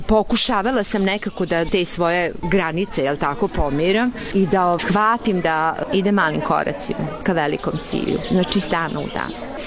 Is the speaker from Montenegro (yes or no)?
no; Serbia; moved away as an adult; sa 31-2 sam došla iz Srbije